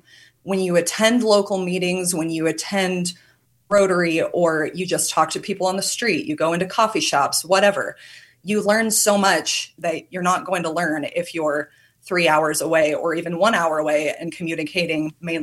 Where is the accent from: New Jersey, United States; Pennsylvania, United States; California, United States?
California, United States; Yreka; 3 hours from Medford, 3 hours from Ashland, 3 hours from my hometown of Wairika.